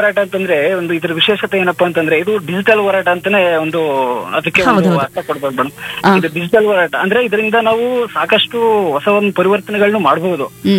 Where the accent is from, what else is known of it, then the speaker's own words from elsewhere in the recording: Mukkadahalli, Karnataka, India; moved away as an adult; now in Mysuru, India; Madam ನಮ್ದು ಚಾಮರಾಜನಗರ ಮೂಲತಃ, ಅಲ್ಲಿ ಮುಕ್ಕಡಹಳ್ಳಿ ಅಂತ ನಮ್ಮ ಊರು.